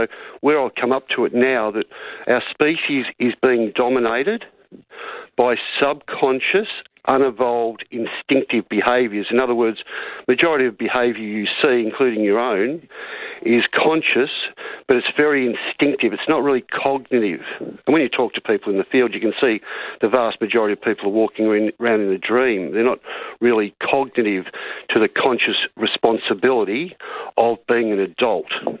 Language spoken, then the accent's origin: English; Australia; that's my honest opinion as an Australian, Tony